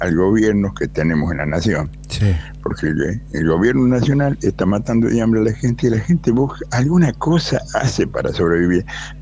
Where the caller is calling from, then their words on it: Manantial, Tucumán, Argentina; Acá yo vivo en Manantial